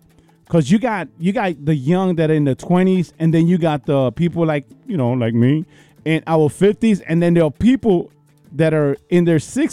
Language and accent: English; Puerto Rico; moved away; I grew up in Puerto Rico and enjoyed my time with my family in Puerto Rico, in Arecibo and Bayamón.